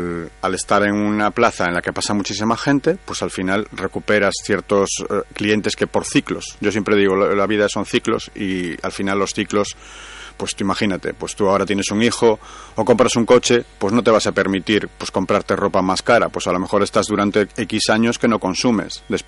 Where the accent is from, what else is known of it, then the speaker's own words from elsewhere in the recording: Galicia, Spain; Un ferrolterrano. Yo me llamo un ferrolterrano porque al final no soy de Ferrol.